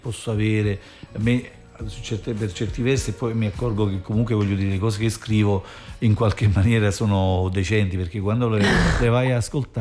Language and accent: Italian; Naples, Campania, Italy; ma io vengo dall'Arenaccia